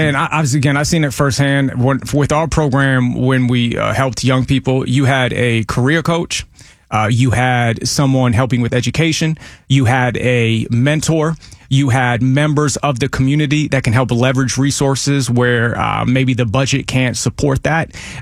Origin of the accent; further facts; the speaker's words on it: Pinellas County, Florida, United States; I was born and raised in Pinellas County, not someone who just came here. I am this county